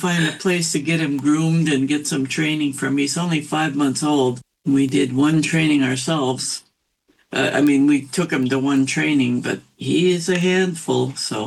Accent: Leech Lake Reservation, Minnesota, United States; now in Cloquet, United States; I'm from Leech Lake Reservation and Fond du Lac Reservation.

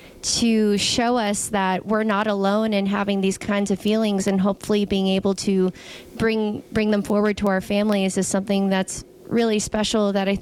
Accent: United States; we growing up in America

